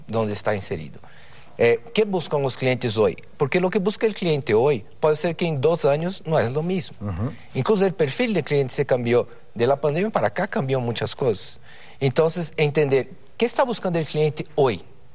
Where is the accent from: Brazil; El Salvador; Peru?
Brazil; Spanish is a second language; moved away as an adult; now in Mexico; Mira, soy de Brasil.